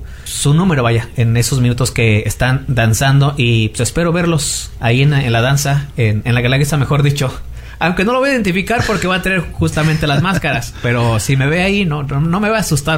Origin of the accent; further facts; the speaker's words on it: Guanajuato, Mexico; Y es raro porque somos del estado de Guanajuato